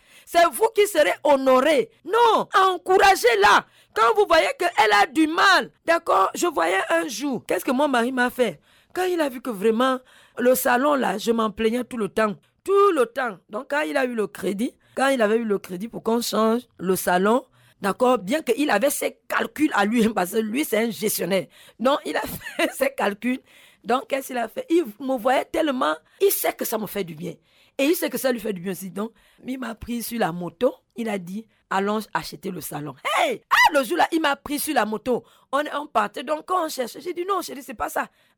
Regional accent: Gabon; moved away; chez moi au Gabon

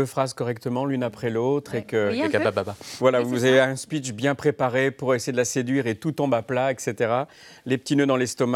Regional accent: France

